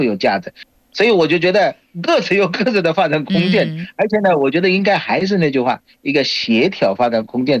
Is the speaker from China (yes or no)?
no; Bangladesh